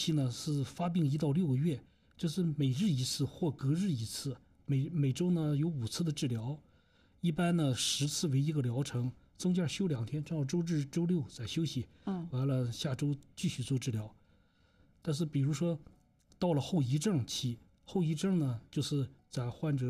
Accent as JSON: {"language": "Chinese", "country": "China", "said": "我们中国人"}